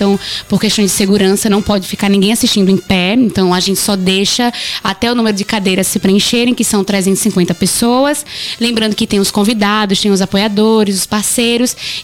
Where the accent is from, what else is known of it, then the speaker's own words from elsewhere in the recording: Penedo, Alagoas, Brazil; born there; also born or lived in Bom Sucesso, Coruripe, Alagoas; Eu nasci aqui em Penedo, mas morei em Bom Sucesso, que é pertinho de Pindorama, povoado de Coruripe. E depois eu vim para cá, para Penedo, pro povoado Capela.